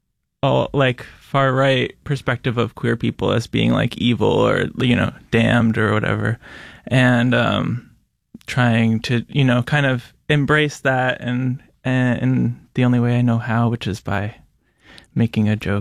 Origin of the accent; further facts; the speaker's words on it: New Jersey, United States; moved away as an adult; now in Rochester, United States; I'm from New Jersey originally. Mm-hmm. Like, upstate, and I moved here like 10 years ago or so